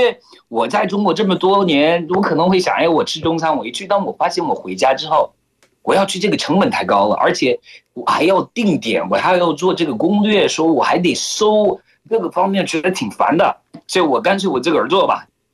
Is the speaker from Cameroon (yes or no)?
yes; Cameroon; Chinese is a second language; now in China; 然后我每次回家可能一两三天会觉得哦，我疯狂吃喀麦隆的美食，然后我说哎